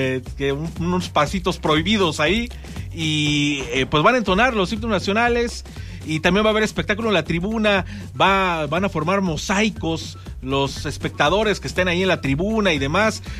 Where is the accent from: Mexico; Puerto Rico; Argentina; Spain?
Mexico